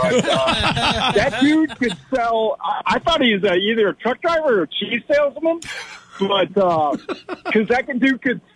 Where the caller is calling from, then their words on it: McFarland, United States; from McFarland.